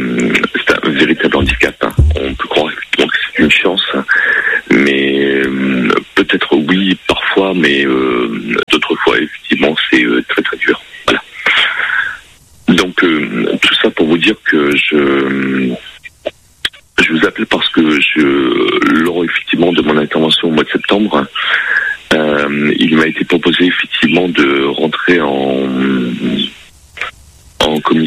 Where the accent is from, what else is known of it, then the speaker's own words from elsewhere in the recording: France; Non, absolument pas. Je suis français. Alors certainement d'origine peut-être autre. Je ne sais pas.